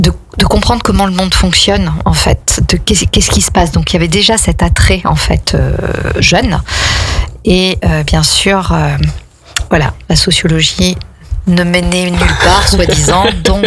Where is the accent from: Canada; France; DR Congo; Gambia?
France; Strasbourg, Grand Est; now in Aix-les-Bains, France; déjà enfant, je suis strasbourgeoise et j'habitais pas au centre-ville, mais vraiment la périphérie qui est vraiment juste à côté. Et il y avait encore forêt urbaine, il y avait encore les champs et tout à l'époque.